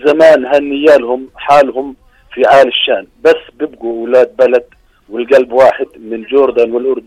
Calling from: Zarqa, Zarqa Governorate, Jordan; عندنا بالزرقاء

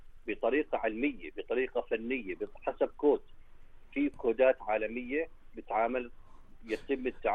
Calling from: Jordan; احنا هون عندنا في الاردن

